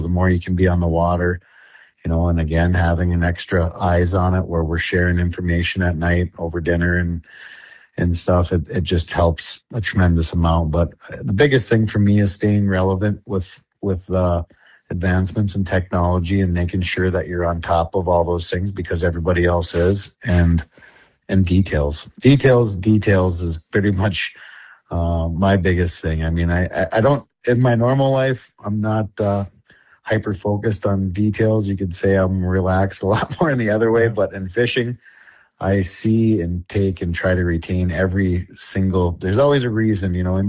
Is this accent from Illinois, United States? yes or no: no; Grand Rapids, Michigan, United States; It's right here in my hometown, Raceport Marine, Grand Rapids.